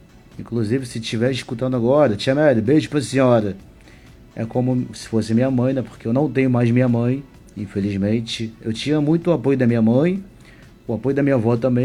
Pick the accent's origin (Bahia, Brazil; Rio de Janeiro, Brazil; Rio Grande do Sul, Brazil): Rio de Janeiro, Brazil; Campos dos Goytacazes; moved away as an adult; Eu sou de Campos dos Goytacazes